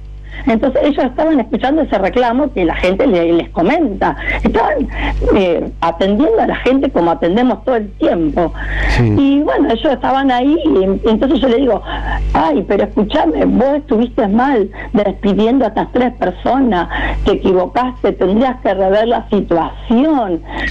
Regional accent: Fuentes, Santa Fe, Argentina; born there; now in Casilda, Argentina; yo soy nacida de Fuente

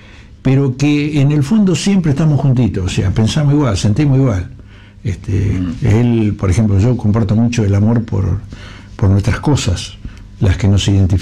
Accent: Villa Gobernador Gálvez, Santa Fe, Argentina; born or raised there

